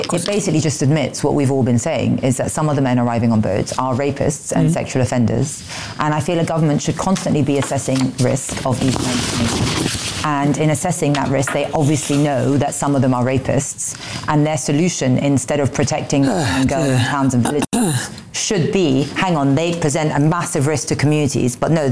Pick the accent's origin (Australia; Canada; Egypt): Egypt; So I'm from Egypt.